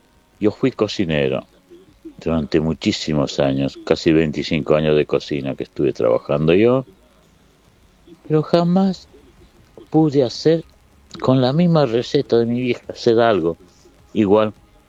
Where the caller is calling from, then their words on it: Longchamps, Buenos Aires Province, Argentina; de Longchamp y te felicito por tu programa porque me haces recordar muchas cosas.